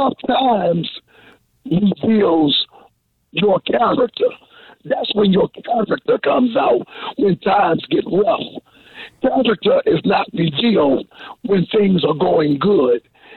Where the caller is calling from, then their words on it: Washington, District of Columbia, United States; I'm calling from Capitol Hill, where I work at.